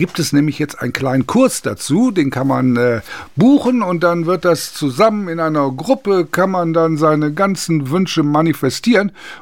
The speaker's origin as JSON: {"language": "German", "country": "Germany", "tie": "born or raised there", "said": "ich bin aufgewachsen nah an der holländischen Grenze."}